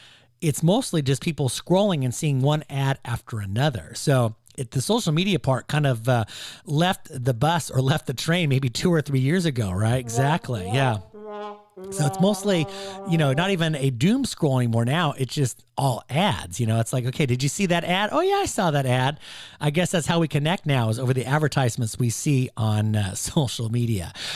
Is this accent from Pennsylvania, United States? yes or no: no; California, United States; I grew up in California.